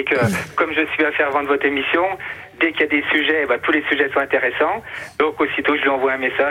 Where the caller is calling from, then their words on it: Grand Est, France; je suis dans les Vosges.